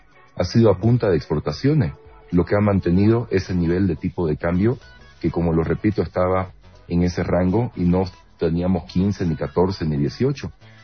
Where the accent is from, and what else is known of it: Bolivia